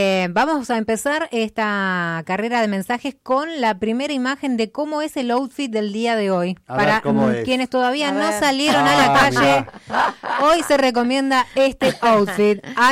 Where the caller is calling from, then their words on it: Mainqué, Río Negro, Argentina; de Mainqué.